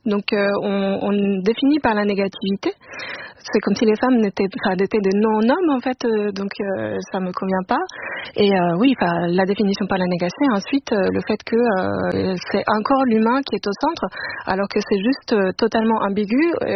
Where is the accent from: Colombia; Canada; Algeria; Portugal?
Colombia; moved away as an adult; now in France; en Colombie, mon pays d'origine.